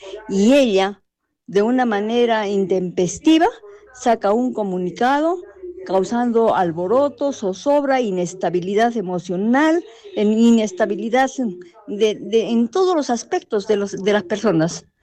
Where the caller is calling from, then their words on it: Arequipa, Peru; las personas que somos de Arequipa, los que vivimos en Arequipa